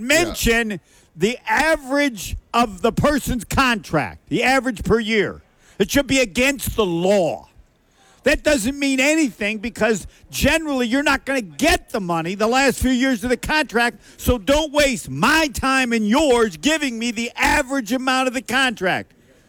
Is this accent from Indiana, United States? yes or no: yes; Indiana, United States; and I'm from Indiana